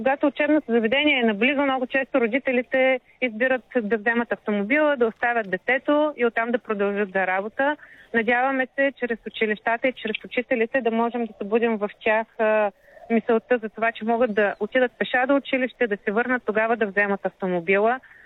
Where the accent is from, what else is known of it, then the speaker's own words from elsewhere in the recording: Plovdiv, Plovdiv Province, Bulgaria; За Пловдив, откъдето сме от ние от БГ Бъди активен, всъщност нямаме изобщо изградена такава инфраструктура.